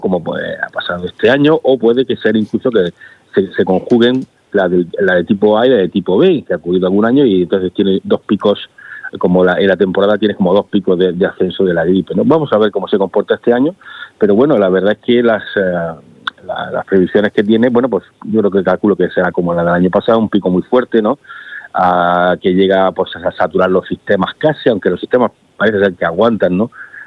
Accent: Almería, Andalusia, Spain; now in Murcia, Spain; yo es que realmente soy de Almería, entonces recibo la corriente del estrecho desde pequeño

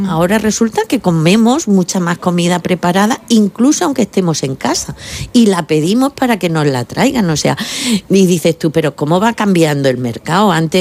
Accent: Cieza, Region of Murcia, Spain; Las frutas, pues bueno, soy de Cieza, que también saludo, aprovecho para saludar a mis paisanos.

